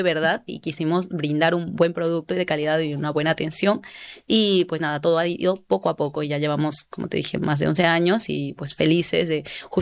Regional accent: Lima, Peru; nosotros somos de Lima, un poquito más al norte

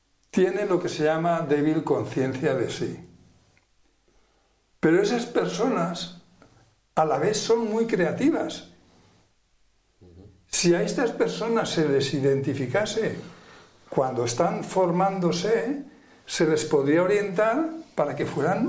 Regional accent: Aragon, Spain; yo recuerdo a uno de la provincia de Huesca, de donde soy yo, que mató al alcalde del pueblo.

